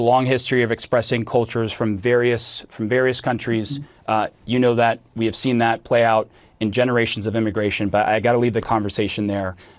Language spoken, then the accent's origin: English; the South, United States; I grew up in a Christian household. I grew up in the South.